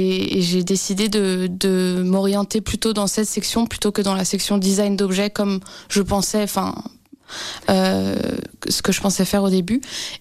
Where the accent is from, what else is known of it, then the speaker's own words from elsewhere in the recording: France; je suis française